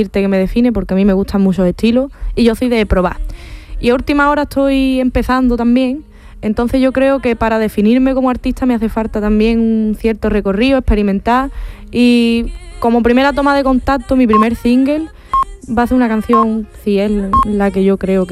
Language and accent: Spanish; Cádiz, Andalusia, Spain; puedo decir carnavalera, soy de Cádiz, entonces no me queda de otra, es obligatorio.